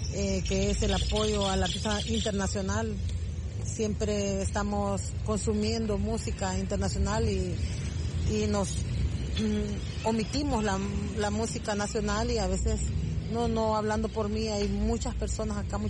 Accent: El Salvador; nosotros por lo menos seamos escuchados por ustedes y seamos reconocidos como el tesoro musical que somos, el tesoro salvadoreño.

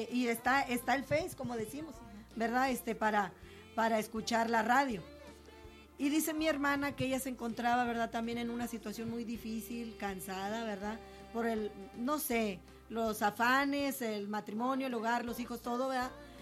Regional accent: Linares, Nuevo León, Mexico; born there; moved away; allá en mi tierra, en Linares, Nuevo León.

